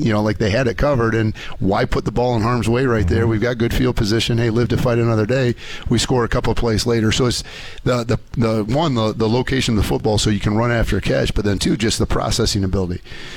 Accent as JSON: {"language": "English", "region": "Michigan", "country": "United States", "said": "I'm from Genesee County. He's from Genesee County. He went to Montrose High School. I went to Burton Atherton High School"}